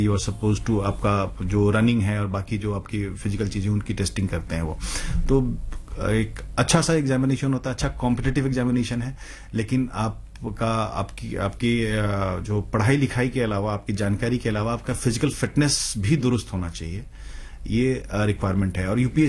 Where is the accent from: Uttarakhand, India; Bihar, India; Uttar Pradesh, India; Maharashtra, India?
Bihar, India; मैं बिहार में पैदा पला बड़ा हुआ